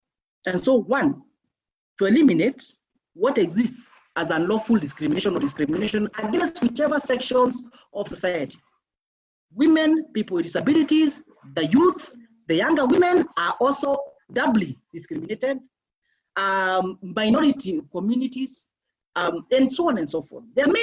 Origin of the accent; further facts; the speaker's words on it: Meru County, Kenya; I grew up at country in Meru.